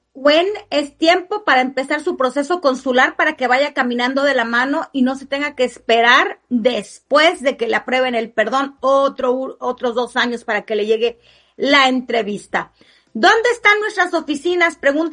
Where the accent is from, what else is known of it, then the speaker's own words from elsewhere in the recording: Mexico; Soy de México.